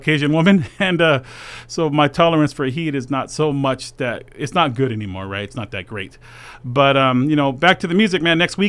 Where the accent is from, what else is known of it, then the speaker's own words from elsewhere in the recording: Boise, Idaho, United States; So when people say, where are you from? I'm from Boise.